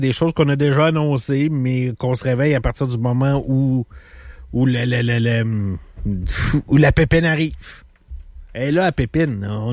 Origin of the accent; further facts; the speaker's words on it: Sainte-Foy, Quebec, Canada; Non, mais je viens de Sainte-Foy. Nous autres, on avait même le Cercle du Soleil.